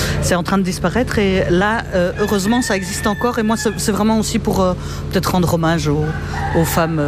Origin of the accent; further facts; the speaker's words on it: Wallonia, Belgium; Alors moi, j'ai grandi dans la province de Luxembourg